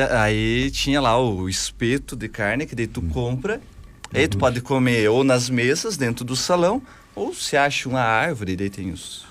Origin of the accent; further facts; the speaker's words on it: Cerro Negro, Santa Catarina, Brazil; moved away; eu sou natural do município Cerro Negro. que fica em Santa Catarina.